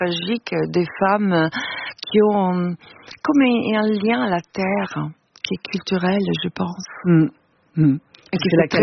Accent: Italy; Parce que quand j'étais jeune, l'après-midi, en Italie, on avait la faculté de regarder beaucoup des films en noir et blanc.

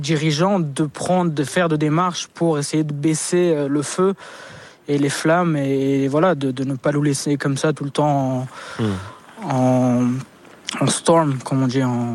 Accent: Israel; now in France; comme Israélien, comme quelqu'un qui a grandi en Israël, pour moi, j'adore Israël, j'adore la mentalité, c'est ce que je connais.

